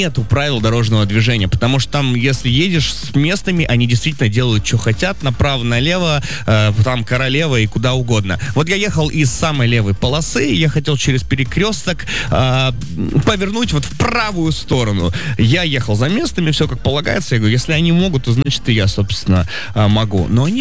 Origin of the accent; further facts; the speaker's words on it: Russia; Я говорю, из России.